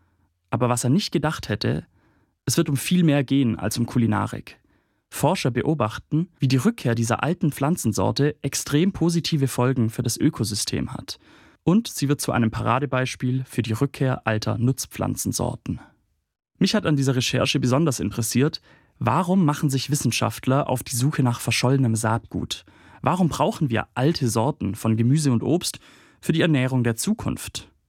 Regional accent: Swabia, Germany; Als Schwabe könnte auch ich mich da reinlegen.

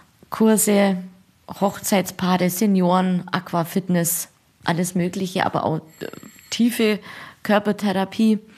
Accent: Eurasburg, Bavaria, Germany; Ja, im Alltagsleben bin ich immer hier in der Ecke geblieben.

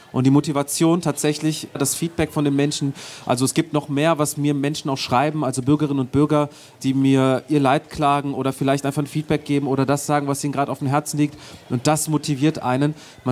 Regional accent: Germany; Also meine Eltern, die sind in der Türkei geboren, waren auch als Jugendliche da. Ich bin aber in Deutschland geboren, aufgewachsen. Ich kenne kein anderes Leben, ich kenne keine andere Sozialisierung

